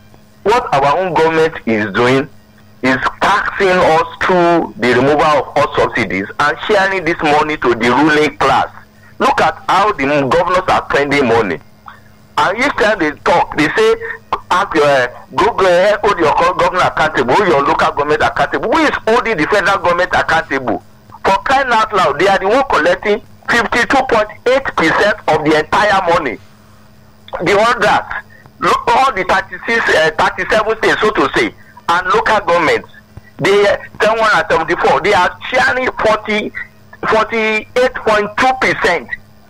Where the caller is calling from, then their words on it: Nigeria; calling from Adige.